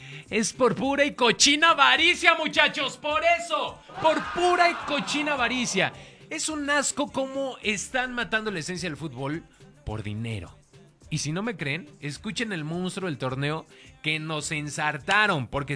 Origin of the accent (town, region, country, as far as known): Mexico